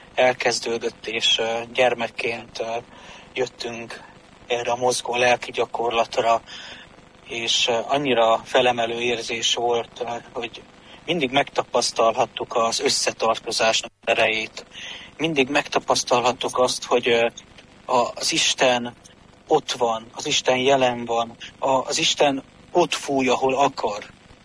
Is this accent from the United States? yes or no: no; Transylvania, Romania; moved away as an adult; now in Siófok, Hungary; Én is erdélyi gyerek vagyok.